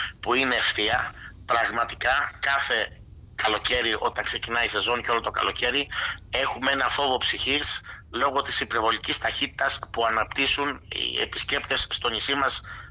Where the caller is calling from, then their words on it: Zakynthos, Ionian Islands, Greece; Νοσούμε σαν Ζακυνθινή κοινωνία.